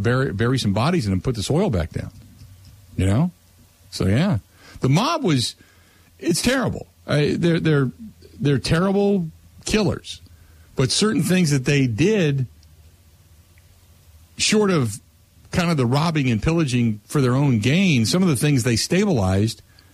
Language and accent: English; Wisconsin, United States; I'm from Wisconsin. There's a sense of, we are Wisconsinites.